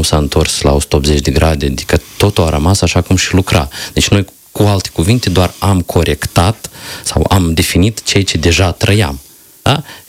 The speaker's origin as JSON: {"language": "Romanian", "country": "Moldova"}